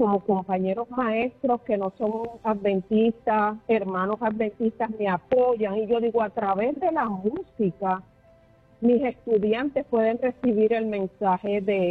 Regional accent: Puerto Rico; Y estoy sumamente agradecida por estar en Puerto Rico, en mi país, después de varios años estar fuera.

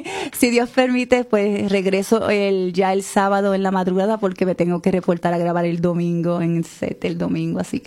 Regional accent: Moca, Puerto Rico; born there; Yo soy de Moca, yo soy de Moca, para que tú lo sepas.

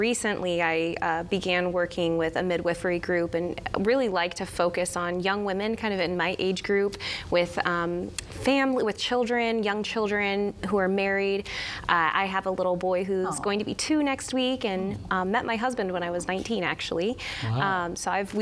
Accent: Missouri, United States; now in Kansas City, Kansas, United States; I'm originally from Missouri, but we are on the Kansas side now

